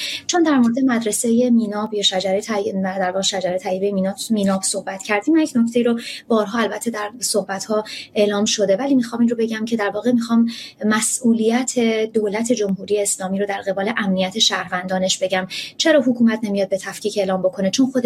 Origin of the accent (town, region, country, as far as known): Iran; born or raised there